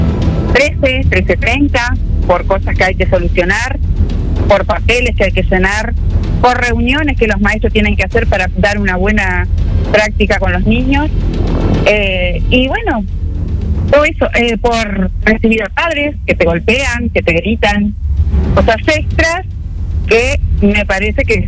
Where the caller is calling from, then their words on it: Guichón, Paysandú, Uruguay; Mira, yo soy del departamento de Paysandú.